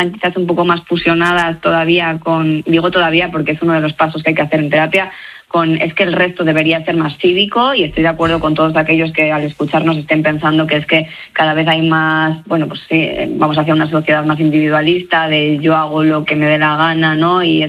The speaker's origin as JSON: {"language": "Spanish", "town": "León", "region": "Castile and León", "country": "Spain", "said": "Pero bueno, yo pues soy de León. ¿De dónde he salido? De León, concretamente."}